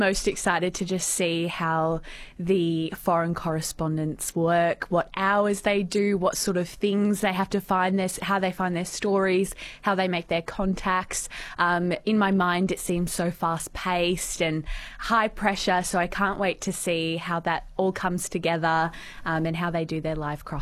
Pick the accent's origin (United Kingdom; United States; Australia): Australia; Melbourne, Victoria; now in Ballarat, Australia; I'm originally from Melbourne, but Ballarat is my new home and I love it here.